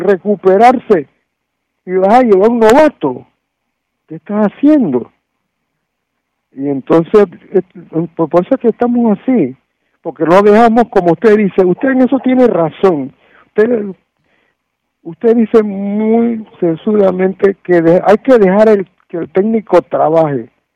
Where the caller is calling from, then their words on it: Panama; usted sabe cómo somos nosotros los panameños, ¿no?